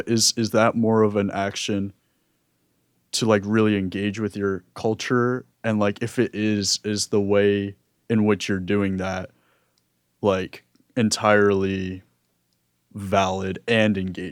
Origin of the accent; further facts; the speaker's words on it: Ireland; So I'm Irish